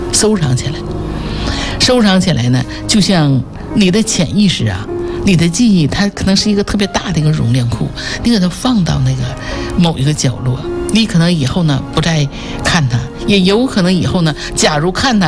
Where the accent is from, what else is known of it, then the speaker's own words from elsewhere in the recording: Jinzhou, Liaoning, China; 我们东北人叫割了瓣哈，锦州人哈